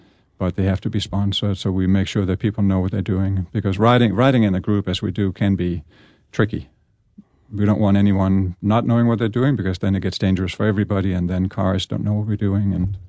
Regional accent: Denmark; now in New Zealand; Yes, I grew up in Denmark, yeah.

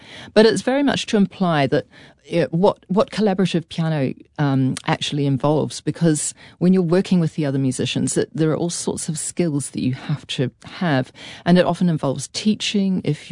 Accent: Pukekohe, Auckland, New Zealand; also born or lived in Kaitaia; I grew up in Pukekohe in South Auckland.

